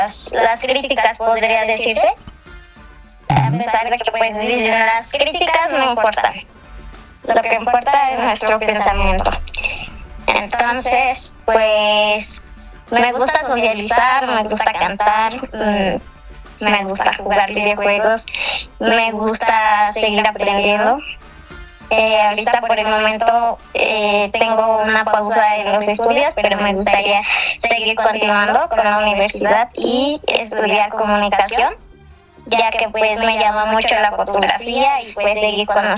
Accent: State of Mexico, Mexico; Tengo 22 años, soy del Estado de México

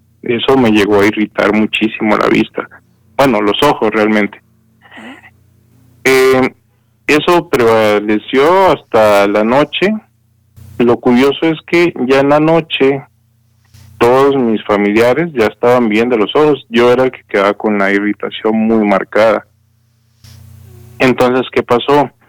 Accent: San José, Costa Rica; moved away as an adult; now in Guadalajara, Mexico; soy de Costa Rica, la ciudad de San José. Tengo 35 años y me vine aquí a Guadalajara ya hace poquito más de 5 años.

